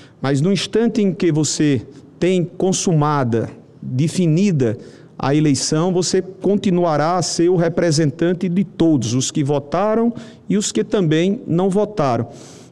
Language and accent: Portuguese; Northeast Region, Brazil; eu sou nordestino